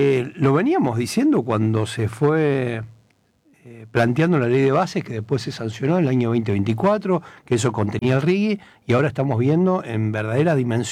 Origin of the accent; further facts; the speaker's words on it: Argentina; nosotros somos República Argentina